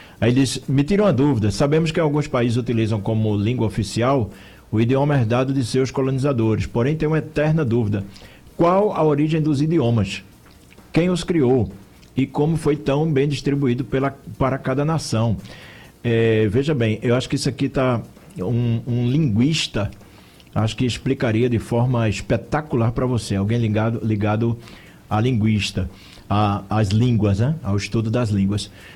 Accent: Brazil; nós, enquanto brasileiros

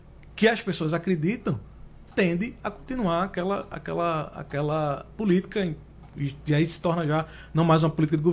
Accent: Brazil

